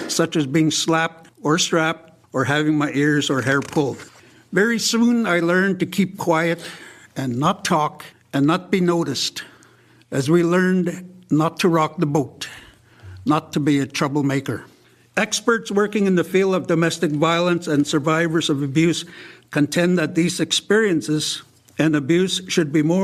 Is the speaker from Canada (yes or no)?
yes; Tsiigehtchic, Northwest Territories, Canada; I'm from Siketchik.